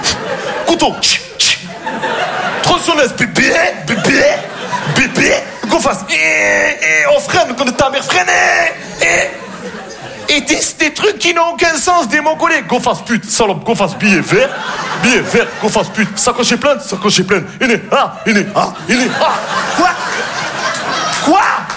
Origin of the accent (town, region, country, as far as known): Marseille, Provence-Alpes-Côte d'Azur, France